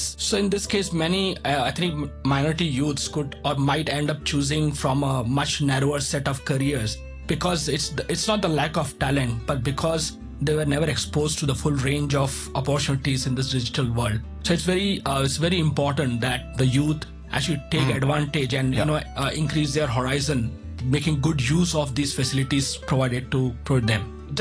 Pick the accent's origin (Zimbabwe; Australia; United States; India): India; Mumbai, Maharashtra; like for me, when I was growing up in Mumbai, I had a mentor